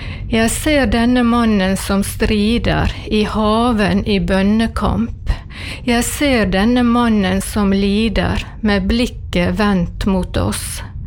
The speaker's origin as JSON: {"language": "Norwegian", "town": "Ulstein", "region": "Møre og Romsdal", "country": "Norway", "lives_now": "Giske, Norway", "said": "Jeg bor på Giske, men jeg er egentlig fra Ulstein. Jeg bodde på Giske i snart 50 år."}